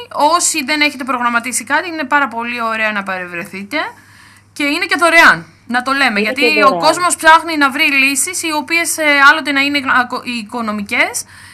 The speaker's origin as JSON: {"language": "Greek", "town": "Kavala", "region": "East Macedonia and Thrace", "country": "Greece", "said": "από την πόλη μου, από την Καβάλα"}